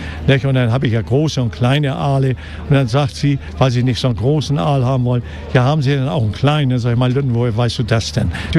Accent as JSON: {"language": "German", "region": "Hamburg", "country": "Germany", "said": "Mich kennen sie und ich kenne sie, weil ich bin Hamburger durch und durch."}